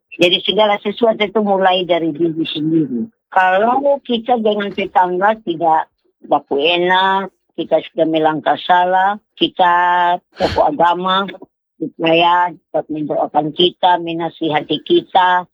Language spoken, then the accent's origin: Indonesian; Eastern Indonesia, Indonesia; Kalau kami orang Timur, so itu denda paling berat.